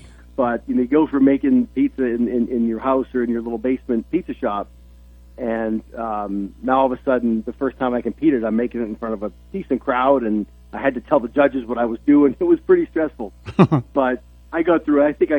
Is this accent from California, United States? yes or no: no; Nesquehoning, Pennsylvania, United States; Small little coal town. I graduated with 82 kids from Panther Valley High School. And, yeah, that's we're from the New Columbus section of Nesquehoning